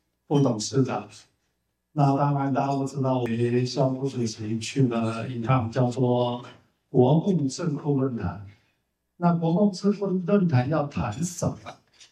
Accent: Taiwan; 我们台湾人对山区河川的治理，我们有一套我们的一个方法

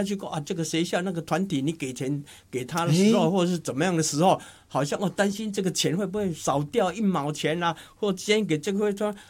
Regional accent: Taiwan; 尤其我们台湾人都很喜欢做大量

